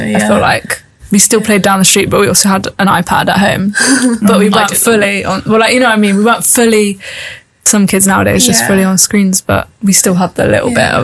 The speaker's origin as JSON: {"language": "English", "town": "Plymouth", "region": "South West England", "country": "United Kingdom", "tie": "born or raised there", "said": "I'm 19 years old. I am from Plymouth, born and bred, still live in Plymouth."}